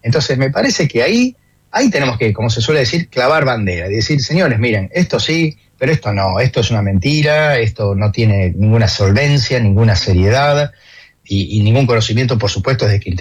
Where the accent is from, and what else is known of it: Argentina